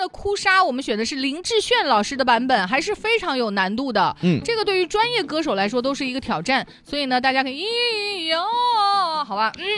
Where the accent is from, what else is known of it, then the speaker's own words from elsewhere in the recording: Changsha, Hunan, China; 赤岗冲号称长沙最复杂路口，我爸妈家就在那儿，我是从小在那儿长大的，我太熟悉不过了。嗯，我小学就是在沙石塘